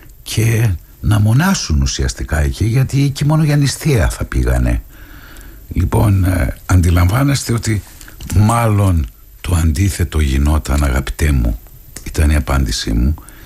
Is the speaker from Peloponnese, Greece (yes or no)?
no; Thessaloniki, Central Macedonia, Greece; από την ιδιαίτερη πατρίδα μου τη Θεσσαλονίκη